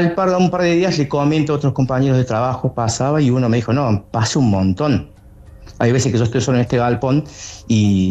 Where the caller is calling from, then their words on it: Córdoba, Argentina; De Córdoba Capital.